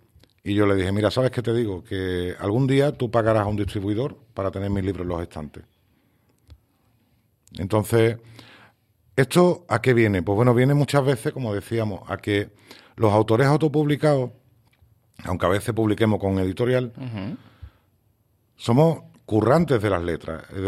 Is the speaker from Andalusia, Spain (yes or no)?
yes; San Fernando, Andalusia, Spain; now in Galicia, Spain; yo soy de San Fernando pero vivo en Galicia.